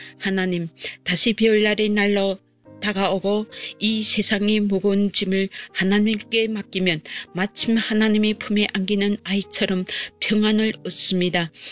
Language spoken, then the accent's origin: Korean; Tanchon, South Hamgyong, North Korea; moved away; 저는 함경남도 단천에서 온